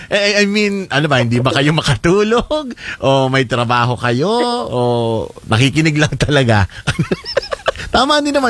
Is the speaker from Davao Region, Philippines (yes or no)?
no; Quezon, Calabarzon, Philippines; Ako, taga-Quezon naman ako.